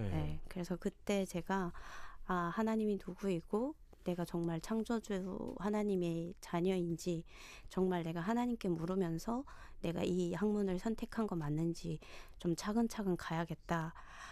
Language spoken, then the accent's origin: Korean; North Korea; born there; 북한에서 태어난 게